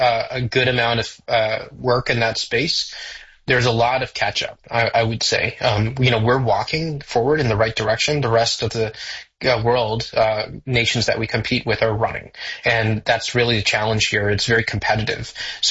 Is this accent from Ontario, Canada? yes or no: yes; Toronto, Ontario, Canada; born and raised in Toronto, sort of the Jane and Finch area